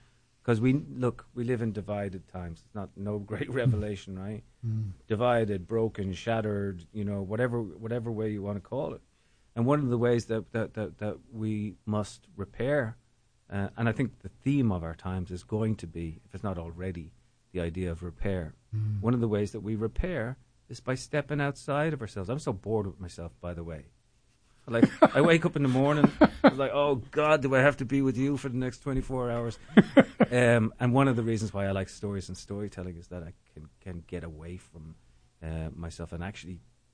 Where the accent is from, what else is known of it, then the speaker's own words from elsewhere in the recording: Ireland; moved away as an adult; now in United States; to this country over 30 years ago, and I came over to write a book. I came from Ireland originally